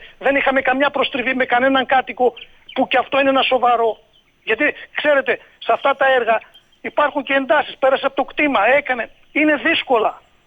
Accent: Western Macedonia, Greece; born there; επειδή μένω στο χωριό, έχω επενδύσει εδώ στον τόπο μου. Τον αγαπάω τον τόπο, δεν έχω φύγει. Δεν έχω φύγει. Είμαι 55 χρονών, εδώ θα μείνω.

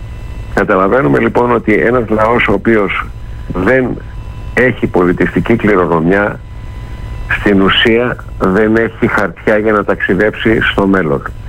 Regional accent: Greece; also born or lived in West Berlin; Όταν ακούγαν ότι είμαι Έλληνας

